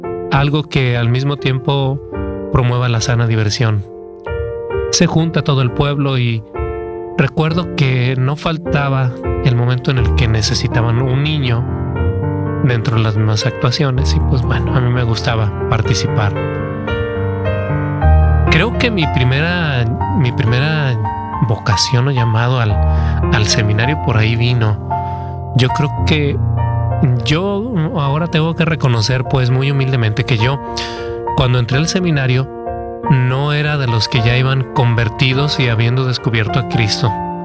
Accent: Jalisco, Mexico; Estar lejos de mi casa, de mi pueblo, irme a una ciudad que en aquel entonces, pues, para mí era completamente desconocida. Mi pueblo está como a 2 horas, pues, en automóvil de la ciudad de Guadalajara y yo nunca había ido a Guadalajara

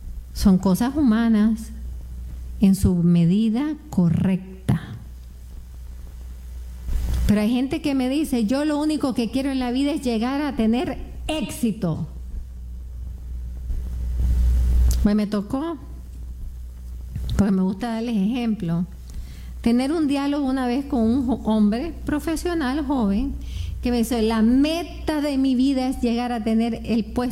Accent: Nicaragua; Yo soy Nica

